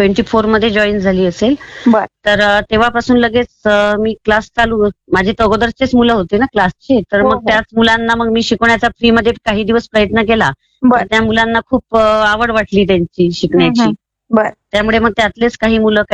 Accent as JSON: {"language": "Marathi", "region": "Maharashtra", "country": "India", "tie": "born or raised there", "moved": "as an adult", "lives_now": "Nashik, India", "said": "हा शेगाव जवळील खामगाव मधील सासर आहे माझं आणि शेगाव जवळ जवळपासच माहेर आहे माझं."}